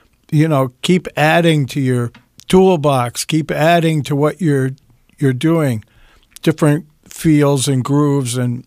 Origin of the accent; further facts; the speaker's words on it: Eveleth, Minnesota, United States; I was from Eveleth.